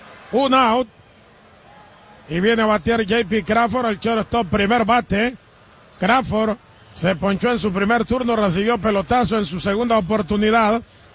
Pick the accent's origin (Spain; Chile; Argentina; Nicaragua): Nicaragua; Roberto Clemente, recordado en Nicaragua, en mi país